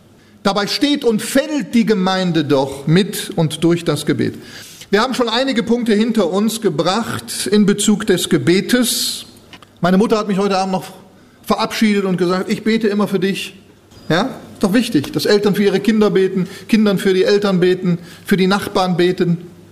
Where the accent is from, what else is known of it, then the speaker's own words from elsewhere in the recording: Cologne, North Rhine-Westphalia, Germany; Anlass war die über Pfingsten in Köln, meine Heimat, stattfindende Tagung